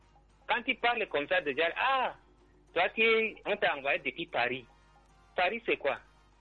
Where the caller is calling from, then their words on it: Cameroon; C'est la mentalité de Camerounais comme ça.